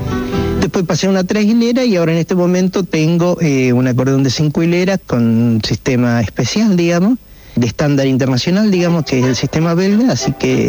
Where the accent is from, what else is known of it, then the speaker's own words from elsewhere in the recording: Entre Ríos, Argentina; sos entrerriano